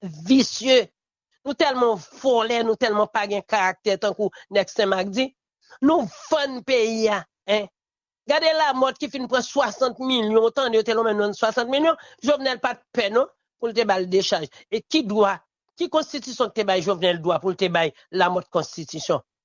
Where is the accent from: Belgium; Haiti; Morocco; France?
Haiti